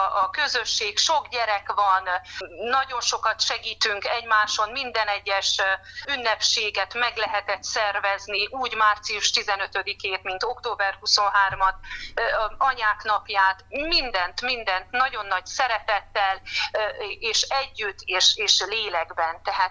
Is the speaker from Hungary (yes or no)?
no; Kisbacon, Covasna, Romania; moved away; meg hát nyilván Kisbaconban is, hiszen az a szülőfalu, szülőhazám.